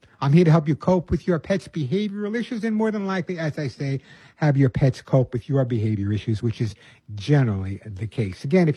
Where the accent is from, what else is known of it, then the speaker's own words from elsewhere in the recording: Long Island, New York, United States; now in Arizona, United States; I'm from Long Island.